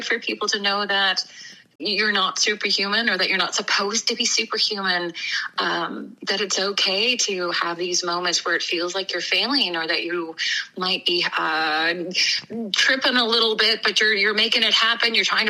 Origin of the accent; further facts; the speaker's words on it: Newfoundland and Labrador, Canada; also born or lived in Nova Scotia; Well, I grew up pretty close to you on the other side of the strait. I came from Newfoundland, and I've been in Nova Scotia now for a little over 20 years.